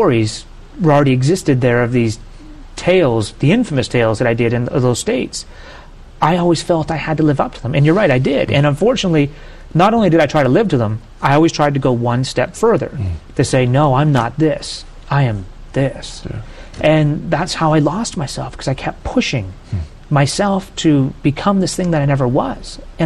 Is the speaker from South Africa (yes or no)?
no; Canada; As a Canadian, we played road hockey nonstop.